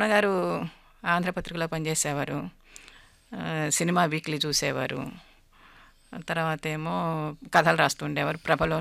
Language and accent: Telugu; Arugolanu, Andhra Pradesh, India; అదే మాది కృష్ణా జిల్లా ఆరుగొలను అని మా ఊరు పల్లెటూరు అనమాట.